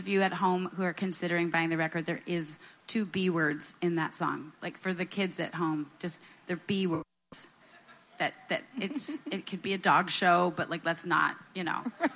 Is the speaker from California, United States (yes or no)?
no; Vermont, United States; my hometown in Vermont